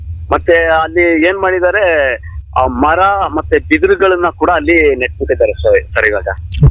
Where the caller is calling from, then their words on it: Karnataka, India; ಕೆಬ್ಬೆಪುರ ಆಡಿ ಸರ್, ನಿಮ್ಮಟ್ಕೆರೆ ಪಂಚಾಯತಿ.